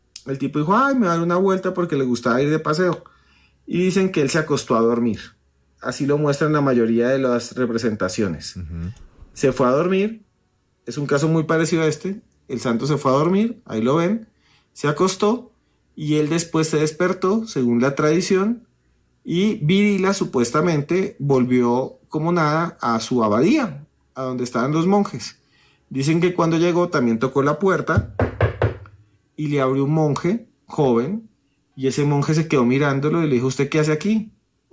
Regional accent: Charalá, Santander, Colombia; en Charalá, Santander, pueblo de donde soy originaria, mi familia

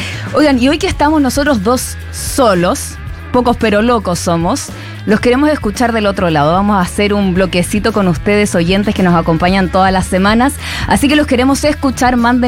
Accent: Chile; now in Buenos Aires, Argentina; les voy a contar sobre Chile, este panorama latinoamericano que muy golpeado está mi país

